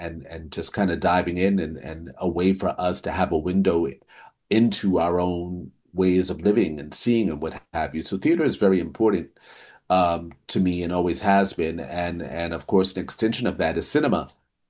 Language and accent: English; New York, United States; growing up in New York, going to plays, musicals, and you know, traditional theater.